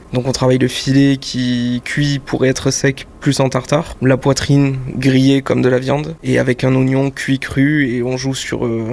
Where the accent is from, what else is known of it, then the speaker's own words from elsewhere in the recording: Toulouse, Occitanie, France; also born or lived in Gruissan / Lauragais; j'ai grandi à Toulouse et à Gruissant. J'ai alterné beaucoup entre les deux, donc il y a un peu de mer, un peu de terre, très terroir, parce que mes parents habitent dans le Lauragais, donc j'ai grandi dans le Lauragais et au bord de la mer